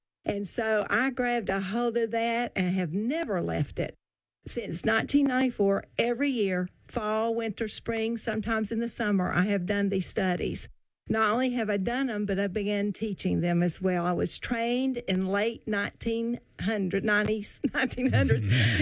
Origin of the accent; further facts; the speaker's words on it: Tennessee, United States; also born or lived in California / New York / Europe / Georgia; Even though I'm from Tennessee, I've lived in California, New York, Europe, Georgia, Oklahoma, and I'm back in Tennessee, Ohio, and Philadelphia.